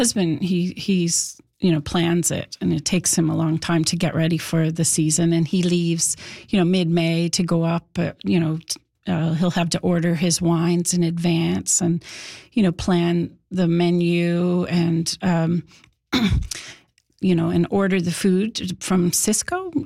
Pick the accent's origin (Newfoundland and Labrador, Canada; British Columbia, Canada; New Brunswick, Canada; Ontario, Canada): Newfoundland and Labrador, Canada; St. Anthony; When I grew up in St. Anthony, and we would drive. It would take 2 hours to get to Lancemeadows from St. Anthony because it was a dirt road I was a child.